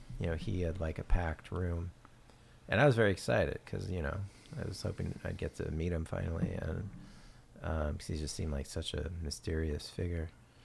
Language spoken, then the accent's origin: English; Pacific Northwest, United States; And I was from the Northwest, and he was based in Olympia, still is, Olympia, Washington